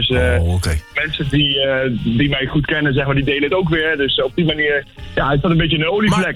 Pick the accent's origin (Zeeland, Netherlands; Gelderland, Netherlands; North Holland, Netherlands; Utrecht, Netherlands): Gelderland, Netherlands; Didam; ik kom uit Didam, dus dat is een dorp in de Achterhoek. Ja, eigenlijk om precies te zijn in Greffenkamp, dat is nog iets kleiner